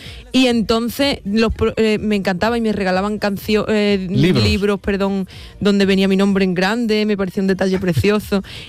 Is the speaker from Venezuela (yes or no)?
no; Andalusia, Spain; accent: like the people of Chipiona; hablo como la gente de Chipiona, porque mi pueblo está al lado